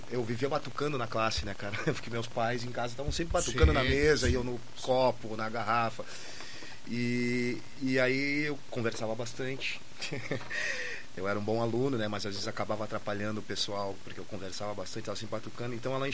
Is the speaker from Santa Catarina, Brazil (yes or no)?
no; Pelotas, Rio Grande do Sul, Brazil; Do lugar de onde eu venho, assim, e eu sou cria da Perré ali, né?